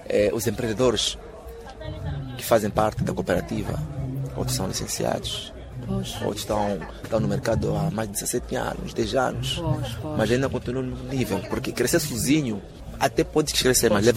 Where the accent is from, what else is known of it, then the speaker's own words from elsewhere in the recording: Mozambique; E uma das coisas também é que nós como moçambicanos temos produtos de qualidade.